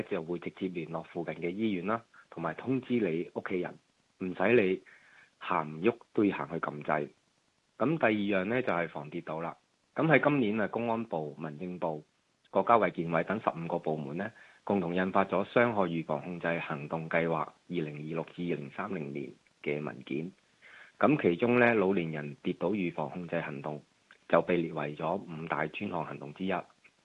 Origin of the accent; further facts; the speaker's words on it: Hong Kong; 咁我係香港人